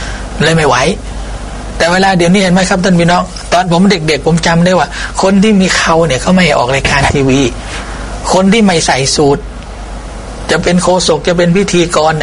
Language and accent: Thai; Bangkok, Thailand; ผมเป็นมุสลิมผมเป็นคนไทยผมเกิดในประเทศไทยผมคนกรุงเทพแท้ๆ